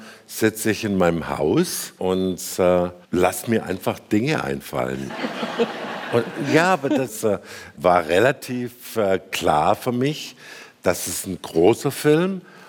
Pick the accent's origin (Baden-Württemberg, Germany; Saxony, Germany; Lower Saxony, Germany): Baden-Württemberg, Germany; Stuttgart; Ich bin geboren in Stuttgart.